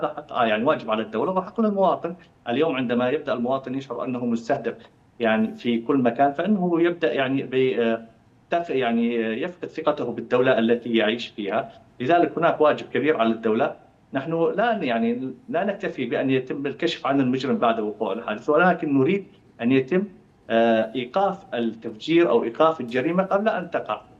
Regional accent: Syria; اليوم أنا سوري أعيش في وطن، في بلدي سوريا

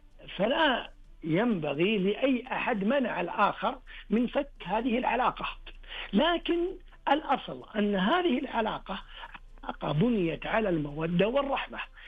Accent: Saudi Arabia; الآن احنا كعوائل الحمد لله عرب ومسلمين وسعوديين،

